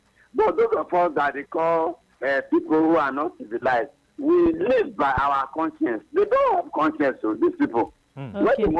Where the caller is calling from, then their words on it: Asaba, Delta, Nigeria; I'm calling from Afaba, the capital city of Delta State.